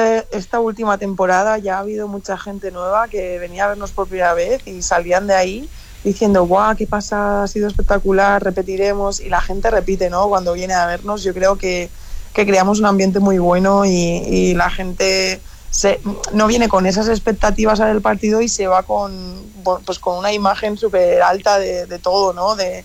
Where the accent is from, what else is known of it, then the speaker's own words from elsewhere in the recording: Balearic Islands, Spain; como mallorquina que intento representar lo mejor que puedo mis islas por ahí donde voy